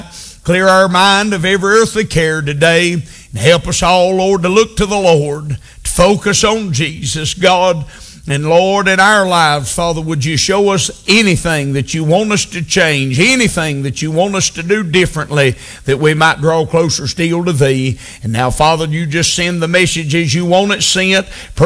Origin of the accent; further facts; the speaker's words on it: United States; we as American Christians